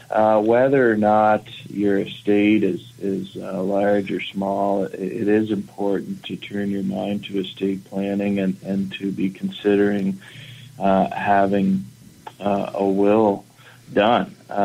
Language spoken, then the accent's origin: English; Bedford, Nova Scotia, Canada; also born or lived in Prince Edward Island / New Brunswick / Ottawa, Ontario; I'm from the Maritimes, lived in PEI, New Brunswick, and Nova Scotia, but I grew up in Bedford.